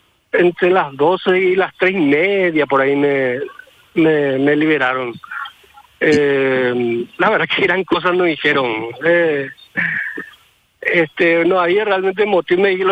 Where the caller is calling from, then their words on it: Alberdi, Ñeembucú, Paraguay; yo provengo de Alberdi, yo soy alberdeño, provengo de esa zona